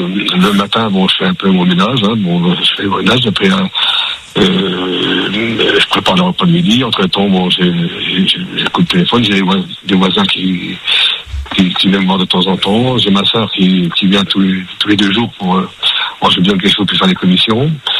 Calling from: Saint-Dizier, Grand Est, France; moi, j'habite dans l'Est, hein, moi, j'habite à

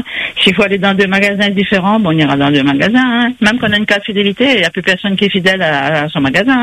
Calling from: Cholet, Pays de la Loire, France; du Maine-et-Loire, de Cholet.

